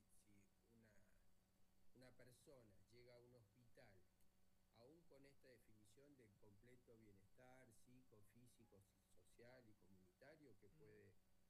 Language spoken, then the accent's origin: Spanish; Neuquén, Argentina; quienes vivimos mayor parte de nuestra vida en territorio mapuche